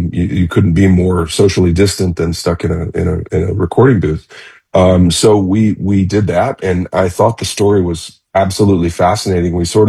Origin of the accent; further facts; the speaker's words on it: St. Louis, Missouri, United States; You know, again, like I said, I grew up in St. Louis in the 70s. We had KMOX radio for the news. We all listened to KSHE-95 for rock and roll.